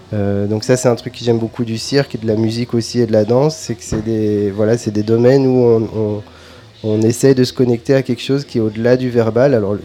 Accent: Belgium; Moi je viens de Belgique déjà.

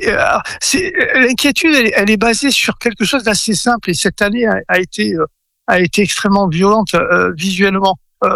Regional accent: Gascony, France; now in Brittany, France; Quand j'étais enfant en Gascogne, je ramassais le tilleul avec ma mère.

